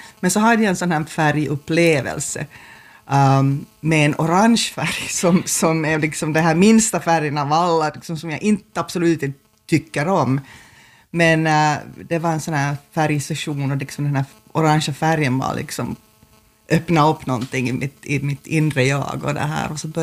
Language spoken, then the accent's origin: Swedish; Jakobstad, Ostrobothnia, Finland; moved away as an adult; also born or lived in United States; now in Vörå, Finland; jag är född i Vörå, förstås född på Centralsjukhuset i Vasa, men sen flyttade vi till Jakobstad, så barndomen och ungdomen så bodde i Jakobstad. Och sen så 1989 så flyttade jag till USA.